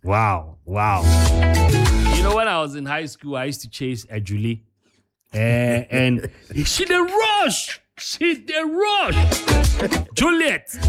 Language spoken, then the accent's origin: English; Accra, Greater Accra, Ghana; she knew I was from Accra.